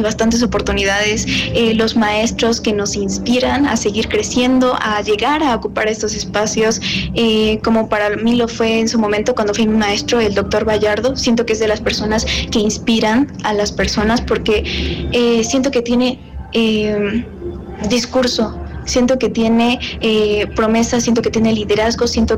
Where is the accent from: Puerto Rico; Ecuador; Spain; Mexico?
Mexico; Chiapas